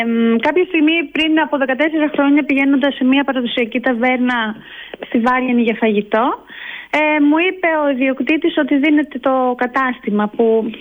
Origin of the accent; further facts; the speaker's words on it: Gravia, Central Greece, Greece; Όχι, γεννήθηκα στη Γραβιά, μεγάλωσα στη Γραβιά, και μετά από 6 χρόνια που έφυγα για σπουδές και για δουλειά, ξαναγύρισα πάλι εδώ, στον τόπο μου.